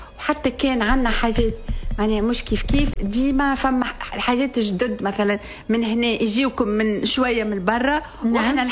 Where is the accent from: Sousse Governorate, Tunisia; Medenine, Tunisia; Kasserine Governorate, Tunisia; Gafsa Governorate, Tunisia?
Medenine, Tunisia; Djerba; انا من منطقة في جربة اسمها جزيرة من الجنوب التونسي،